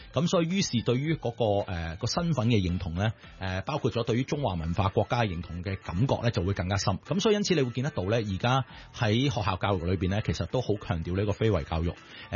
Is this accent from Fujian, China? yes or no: yes; Fujian, China; 譬如我哋福建人可能有一啲唔同嘅习俗啦